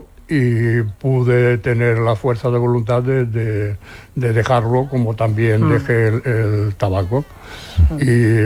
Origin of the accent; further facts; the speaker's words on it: Seville, Andalusia, Spain; now in Barcelona, Spain; nosotros cuando vinimos de Sevilla.